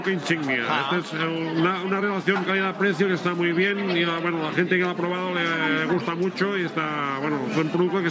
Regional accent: Subirats, Catalonia, Spain; Nosotros somos del Alt Penedès, estamos en el municipio de Subirats, que es el segundo municipio más grande de Cataluña

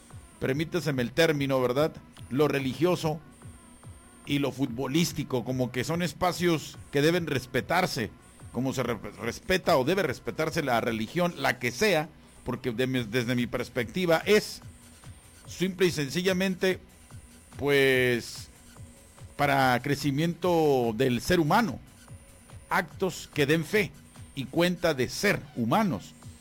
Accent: Guadalajara, Jalisco, Mexico; Ya me están reclamando, que por qué no le voy a las Chivas si soy de Guadalajara.

